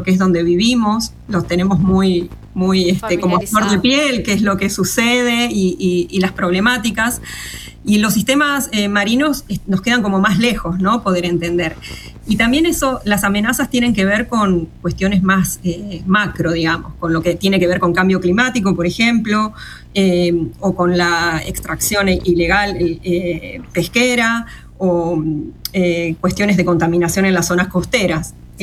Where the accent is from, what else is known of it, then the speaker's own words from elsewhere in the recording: Argentina; en el norte de nuestro país